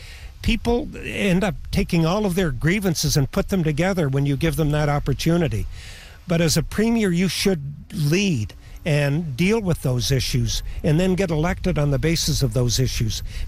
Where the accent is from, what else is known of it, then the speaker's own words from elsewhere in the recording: Canada; I feel incredibly proud of my country.